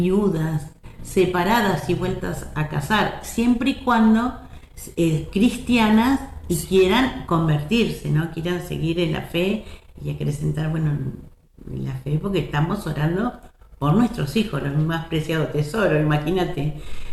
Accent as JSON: {"language": "Spanish", "town": "La Plata", "region": "Buenos Aires Province", "country": "Argentina", "said": "puede ser que yo viaje, soy de La Plata, viaje a Capital"}